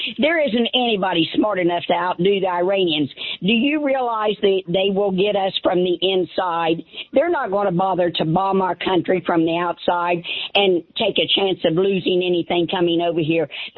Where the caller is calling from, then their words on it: Ohio, United States; from Ohio.